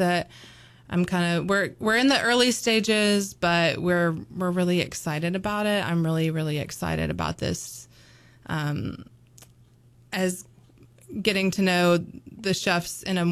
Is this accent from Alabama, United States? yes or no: yes; Birmingham, Alabama, United States; I think it goes back to, so I grew up in Birmingham, and my grandma is from a really small town called Grove Hill, and it's in South Alabama